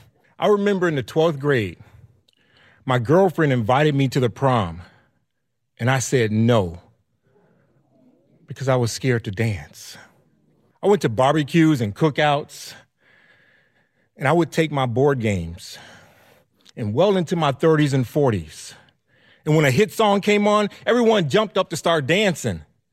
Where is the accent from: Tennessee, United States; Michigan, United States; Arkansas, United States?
Arkansas, United States; moved away as an adult; now in Los Angeles, United States; I'm originally from Arkansas, but now I live in Los Angeles. I actually moved to Los Angeles right before Y2K happened. So I've been out there for about 25 years.